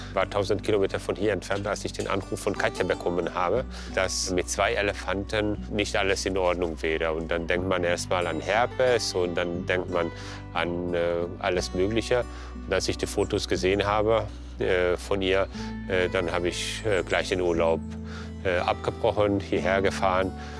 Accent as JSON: {"language": "German", "country": "Hungary", "moved": "as an adult", "lives_now": "Hannover, Germany", "said": "Ich komme ursprünglich aus Ungarn."}